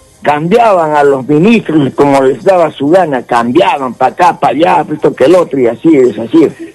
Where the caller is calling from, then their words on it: Arequipa, Peru; la corrupción es tan grandaza que tenemos acá en el Perú.